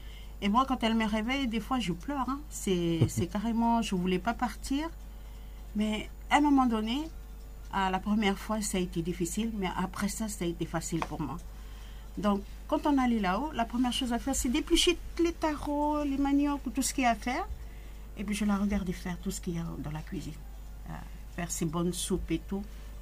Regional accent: Malampa, Vanuatu; now in Port Vila, Vanuatu; Donc, je viens de Malicolo-sur-Vao. J'ai mes parents, j'ai mon père … qui s'appelle, qui vient de Vao, et ma mère, elle est d'Embrun, du nord d'Embrun. Et donc, nous avons vécu à Vao, et puis à un moment donné, nous sommes arrivés ici sur Villa en 1980.

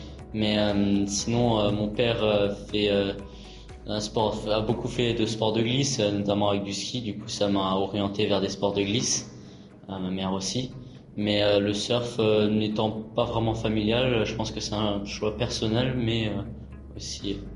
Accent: Vanuatu; born there; J'ai 16 ans, je suis né au Vanuatu. Je vis à Pongo, dans l'est de Port-Vila.

